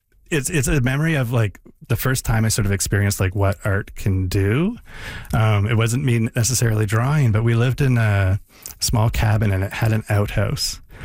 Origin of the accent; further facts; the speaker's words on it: Canada; also born or lived in San Francisco, United States; Like, I was born in San Francisco. My parents moved to Canada when I was a baby.